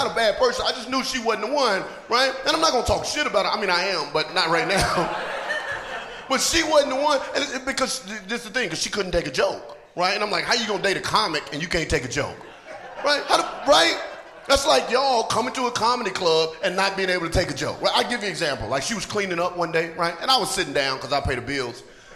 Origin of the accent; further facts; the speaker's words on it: North Carolina, United States; I'm from the South, right? I'm from North Carolina, with school in Atlanta.